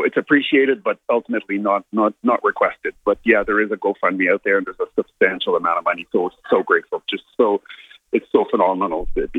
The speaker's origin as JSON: {"language": "English", "country": "Canada", "said": "I'm from Canada"}